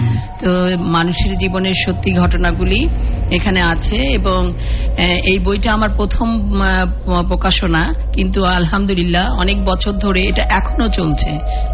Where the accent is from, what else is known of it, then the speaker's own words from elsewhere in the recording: Faridpur, Dhaka Division, Bangladesh; moved away as an adult; also born or lived in Canberra; আমার জন্ম ফরিদপুরে।